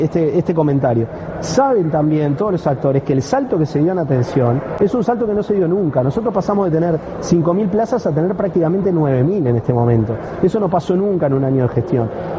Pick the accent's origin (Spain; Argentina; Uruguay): Uruguay; no está buscando el resultado que todos queremos como uruguayos